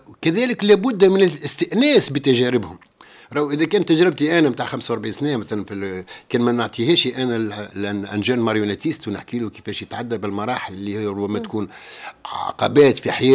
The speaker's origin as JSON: {"language": "Arabic", "country": "Tunisia", "said": "عندنا احنا التوانسة"}